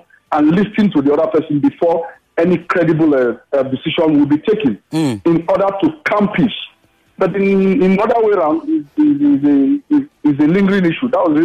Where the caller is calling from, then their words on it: Ikeja, Lagos, Nigeria; I'm calling from Ikeja.